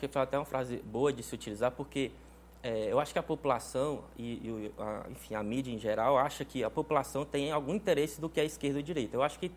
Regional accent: Crateús, Ceará, Brazil; moved away as an adult; Eu sou de Crateús, uma cidade que eu amo muito

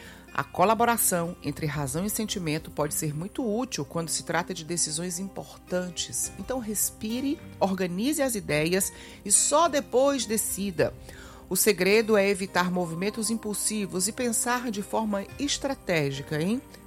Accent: Parnaíba, Piauí, Brazil; Hoje é aniversário da minha cidade. Não, do Parnaibanos. Ele é lá da minha cidade piauiense.

